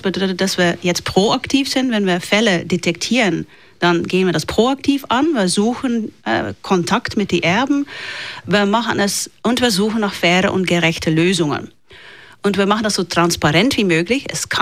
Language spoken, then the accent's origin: German; Belgium; also born or lived in Netherlands; now in Switzerland; In Belgien haben wir uns vor allem